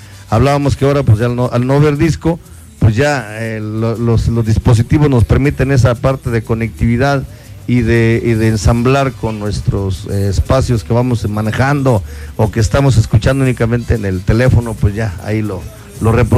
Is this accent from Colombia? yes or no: no; Mexico; nuestro México